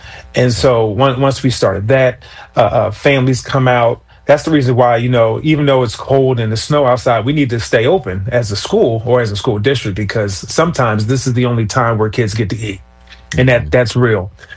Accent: Philadelphia, Pennsylvania, United States; when I grew up in South Philly

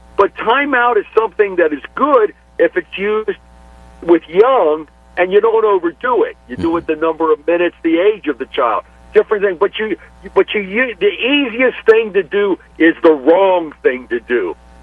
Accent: York, Pennsylvania, United States; now in Springfield, United States; I'm a man of Caucasian persuasion. I'm 75 years old. I grew up in York. York was soul, R&B.

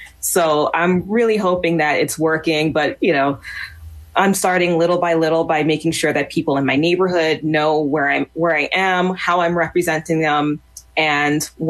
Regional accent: Philadelphia, Pennsylvania, United States; I'm from Germantown.

